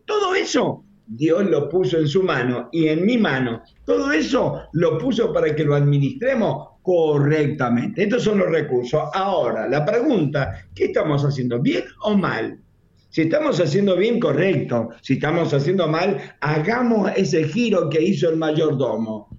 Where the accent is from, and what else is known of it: Argentina